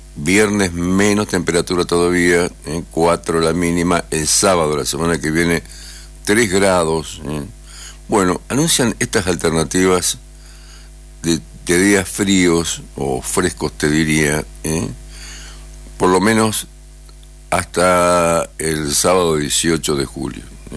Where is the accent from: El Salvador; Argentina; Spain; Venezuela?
Argentina; Somos futboleros los argentinos, ¿no?